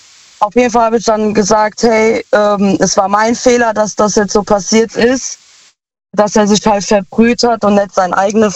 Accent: Ludwigshafen, Rhineland-Palatinate, Germany; Aus Lu. Also aus Ludwigshafen.

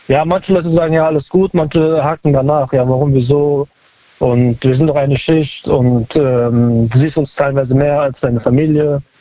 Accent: Berlin, Germany; Aus Neukölln.

